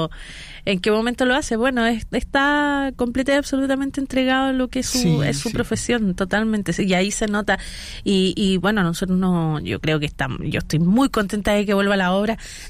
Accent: Concepción, Biobío, Chile; Yo soy penquista

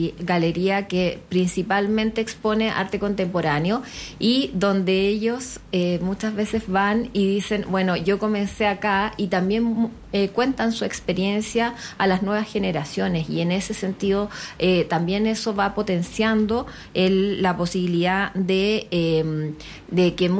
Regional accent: Chile; cada identidad representa también lo que somos como chilenos en cada uno de los territorios.

